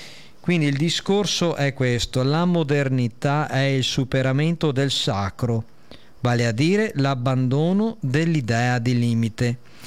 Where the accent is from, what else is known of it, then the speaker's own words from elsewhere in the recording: Veneto, Italy; come italiani, come veneti